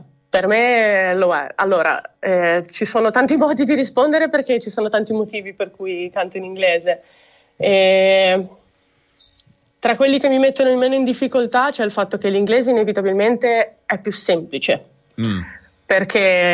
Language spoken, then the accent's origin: Italian; Cogoleto, Liguria, Italy; Io sono di Cogoleto, in realtà.